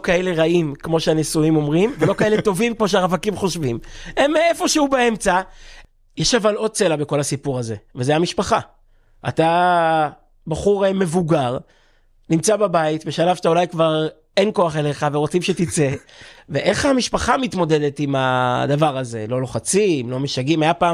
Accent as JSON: {"language": "Hebrew", "town": "Kfar Chabad", "region": "Central District", "country": "Israel", "tie": "born or raised there", "said": "גדלנו שנינו בכפר חב\"ד"}